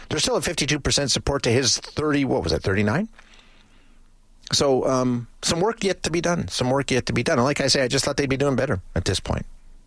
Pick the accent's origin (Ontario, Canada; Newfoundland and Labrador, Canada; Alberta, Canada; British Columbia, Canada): Alberta, Canada; Edmonton; I'm from Edmonton, so I wasn't front and center during his time as mayor of Calgary